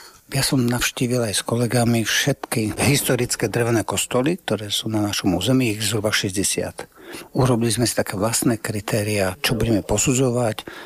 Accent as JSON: {"language": "Slovak", "region": "Žilina Region", "country": "Slovakia", "said": "Zvlášť, keď pochádzam z Oravy a pochádzam z dediny, kde jeden takýto kostolík stojí."}